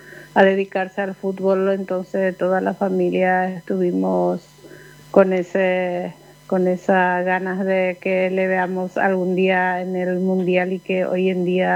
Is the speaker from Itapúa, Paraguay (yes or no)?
yes; San Pedro del Paraná, Itapúa, Paraguay; now in Edelira, Paraguay; Mi ciudad natal es San Pedro del Paraná, pero actualmente estoy en Edelira, distrito de Edelira, específicamente Pirapel.